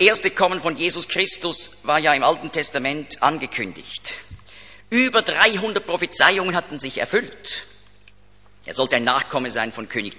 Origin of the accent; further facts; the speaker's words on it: Zurich, Switzerland; Er ist ja auch in der Schweiz, da ganz nahe. Da, wo ich aufgewachsen bin, ist er da über die Limmat, da steht noch ein Gedenkstein.